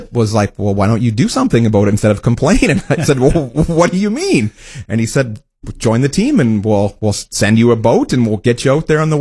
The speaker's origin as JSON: {"language": "English", "town": "Wawota", "region": "Saskatchewan", "country": "Canada", "tie": "born or raised there"}